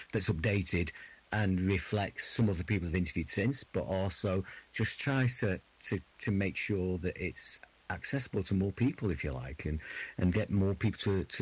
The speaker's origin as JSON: {"language": "English", "town": "Hyde", "region": "North West England", "country": "United Kingdom", "tie": "born or raised there", "also_born_or_lived": "Hattersley", "said": "And I'm, you know, I'm from Hyde originally and so on. But the stories are just remarkable. So I when I grew up, I lived on Hattersley. I spent the first sort of 18 years of my life living in Hattersley."}